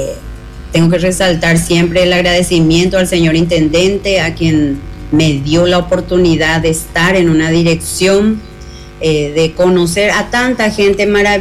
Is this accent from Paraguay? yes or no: yes; Paraguay